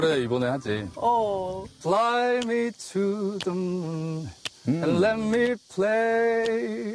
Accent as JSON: {"language": "Korean", "region": "Seoul", "country": "South Korea", "tie": "born or raised there", "also_born_or_lived": "Suncheon", "said": "아, 나는 서울 사람이다 뭐 그렇게 이제 살아왔는데 네, 등본을 보고 순천 출생이었다를 알게 됐습니다."}